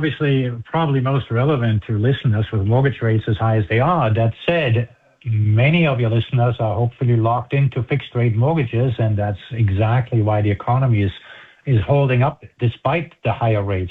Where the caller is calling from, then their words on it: California, United States; I'm talking here from Silicon Valley. I live in a bubble